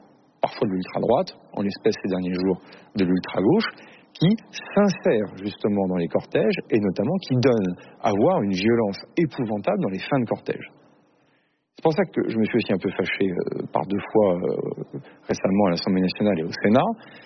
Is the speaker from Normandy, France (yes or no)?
yes; Vernon, Normandy, France; Moi, le week-end, je suis dans la ville dans laquelle je suis élu, dans laquelle j'ai grandi, à Vernon, dans l'Eure.